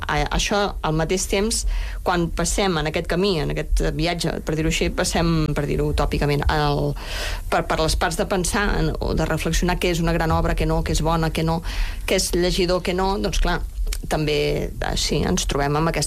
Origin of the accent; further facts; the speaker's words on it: La Garriga, Catalonia, Spain; Com el llibreter del meu poble, en Jordi de l'Estrogoff, de la llibreria Estrogoff de la Garriga